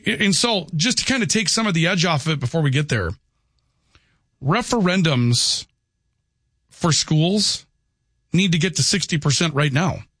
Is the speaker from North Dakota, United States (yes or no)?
yes; Valley City, North Dakota, United States; Valley City's building a new school in my hometown.